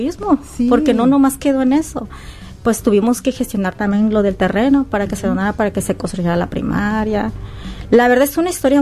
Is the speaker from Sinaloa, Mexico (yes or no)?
yes; Sinaloa, Mexico; also born or lived in Oaxaca; Yo no nací aquí en Sinaloa, yo nací en el estado de Oaxaca. Mis raíces son oaxaqueñas. Y pues mis papás decidieron traernos acá a trabajar a la zafra. Entonces es muy chiquita, como entre 5 o 6 años.